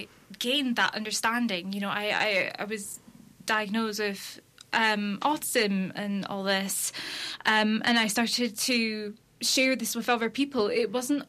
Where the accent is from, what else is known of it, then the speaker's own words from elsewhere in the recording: Aberdeen, Scotland, United Kingdom; my hometown of yeah. Aberdeen.